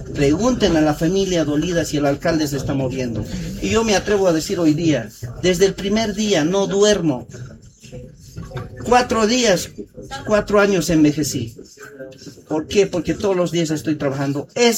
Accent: Viacha, La Paz, Bolivia; no como viacheños, como bolivianos

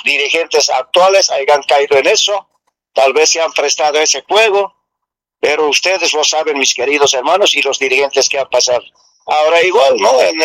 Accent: Arcopongo, La Paz, Bolivia; yo soy de provincia Inquisiva una vez más, de Arcopongo

